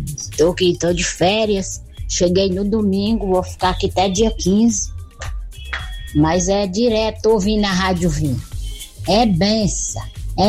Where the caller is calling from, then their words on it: Porangatu, Goiás, Brazil; Eu sou lá de Porangatu.